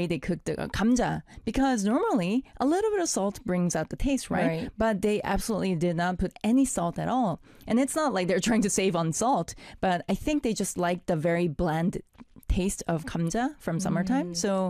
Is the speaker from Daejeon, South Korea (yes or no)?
yes; Daejeon, South Korea; because in Daejeon, my hometown, I remember back in my childhood days, my mom would cook it with a little bit of like sweetener or some salt